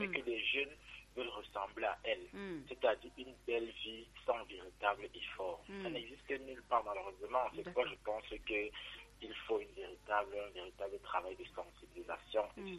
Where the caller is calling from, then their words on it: Cameroon; Je suis un jeune Camerounais